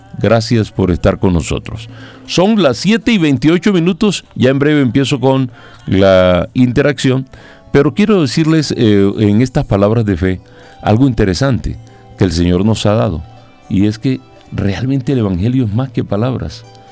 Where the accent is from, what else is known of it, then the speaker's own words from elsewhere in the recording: Magangué, Bolívar, Colombia; also born or lived in Valledupar / Cartagena; Magangué, Colombia, mi tierra.